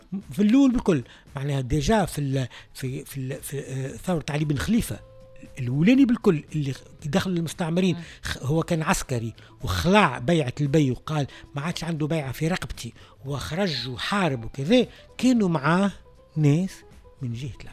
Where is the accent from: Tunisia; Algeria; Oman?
Tunisia; عندنا في الجنوب التونسي